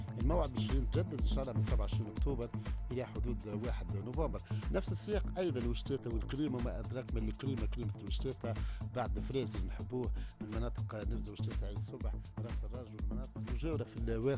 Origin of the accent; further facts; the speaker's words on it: Tunisia; عندنا في تونس